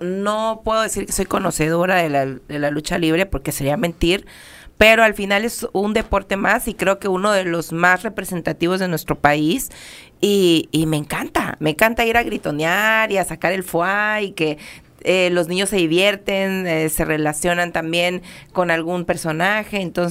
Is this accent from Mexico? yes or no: yes; Mexico; disfruto como buen mexicano